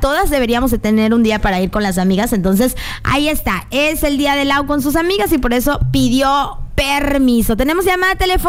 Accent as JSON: {"language": "Spanish", "town": "Cunduacán", "region": "Tabasco", "country": "Mexico", "moved": "yes", "lives_now": "Villahermosa, Mexico", "said": "yo soy, pues obviamente de Cundacán, y yo decía, ay, no, este pueblito está muy tranquilo."}